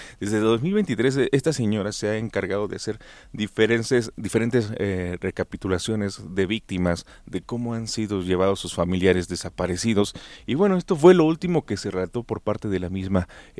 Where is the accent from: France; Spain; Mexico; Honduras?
Mexico; Me da vergüenza como mexicano